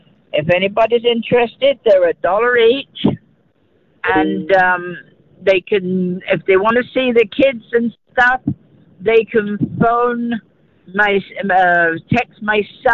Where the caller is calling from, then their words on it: Vita, Manitoba, Canada; From Vita, Manitoba.